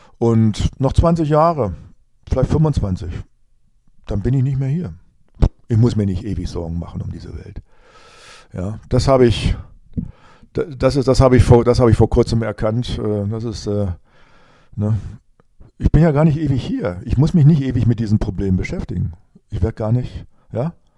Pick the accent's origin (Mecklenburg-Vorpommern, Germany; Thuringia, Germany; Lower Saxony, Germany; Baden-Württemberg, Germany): Lower Saxony, Germany; Rinteln; ich bin da zwar nicht gläubig geworden, aber eigentlich doch und auch aufgewachsen in der Jesus-Gemeinde in Rinteln.